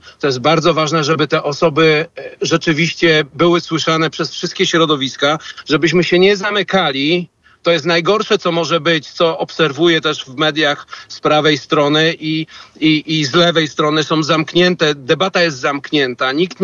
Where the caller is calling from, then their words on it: Wrocław, Lower Silesian Voivodeship, Poland; My jesteśmy z Wrocławia, ze Śląska, z Katowic